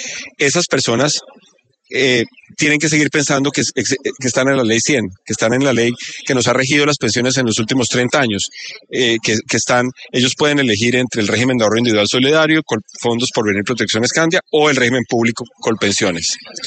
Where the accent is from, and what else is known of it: Colombia